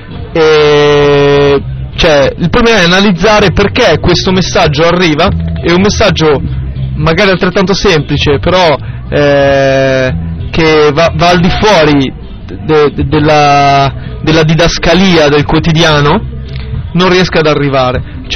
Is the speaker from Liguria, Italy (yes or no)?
no; Milan, Lombardy, Italy; Io sono di Milano, non sono siciliano